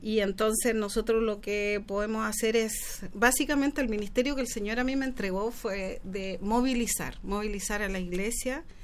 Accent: Talcahuano, Biobío, Chile; yo soy oriunda de Talcahuano. Fui criada en el Evangelio. Desde pequeña mi madre me llevó a la iglesia con raíces profundas de fe.

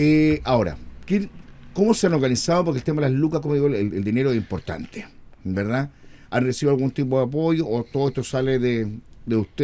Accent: Chile; ¿Y qué nos identifica como chilenos?

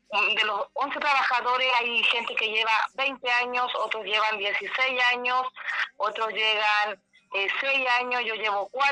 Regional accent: El Salado, Atacama, Chile; yo soy del Salado

